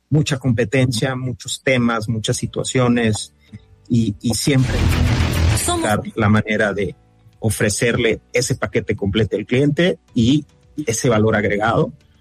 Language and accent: Spanish; Mérida, Yucatán, Mexico; yo soy de Mérida